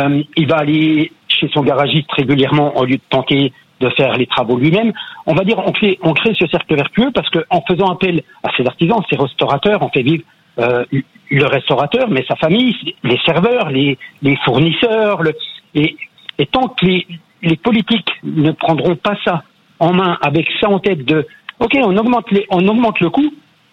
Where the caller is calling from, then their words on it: Besançon, Bourgogne-Franche-Comté, France; Besançon.